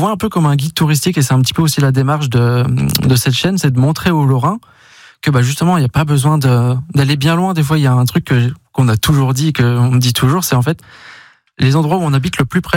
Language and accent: French; Haussonville, Grand Est, France; mais quand même, j'ai grandi dans le Saintois.